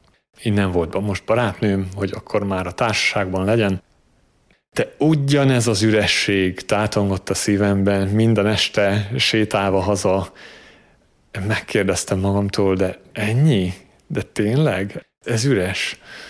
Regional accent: Transylvania, Romania; also born or lived in England; now in Hungary; Erdélyben születtem és nevelkedtem, majd Isten 12 évre Angliába vezetett, és most 2 éve Magyarországon élünk a közösséggel. Katolikus családban születtem és nőttem fel

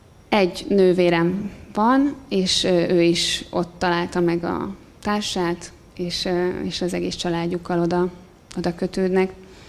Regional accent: Budapest, Hungary; ahol mi laktunk, ahol fölnőttem Gazdagréten

